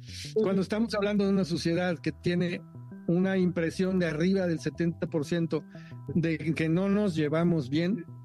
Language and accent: Spanish; Mexico